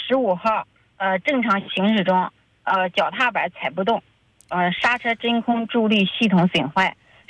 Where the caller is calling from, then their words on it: Shangqiu, Henan, China; 我是商丘，商丘市下邑县的。